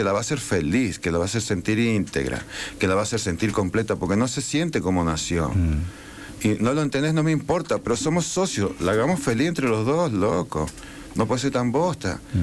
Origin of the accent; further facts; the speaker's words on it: San Juan, Argentina; Soy sanjuanino y soy argentino, principalmente.